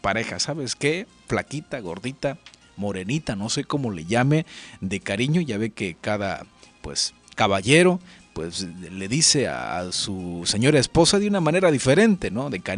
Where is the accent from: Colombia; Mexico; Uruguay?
Mexico; Tonalá; se recuerdan momentos pues bonitos en mi pueblo, en nuestro Tonalá, allá con la familia.